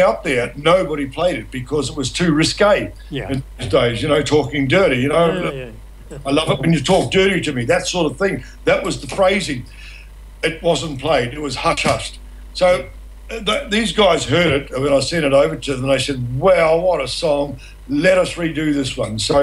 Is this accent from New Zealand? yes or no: yes; New Zealand; growing up in New Zealand on the dairy farm